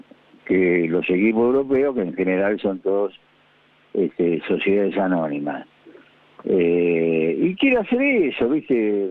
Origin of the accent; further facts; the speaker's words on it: Lanús, Buenos Aires Province, Argentina; born there; yo nací en Lanús, en Calle de Tierra, ¿viste? No nací en un castillo.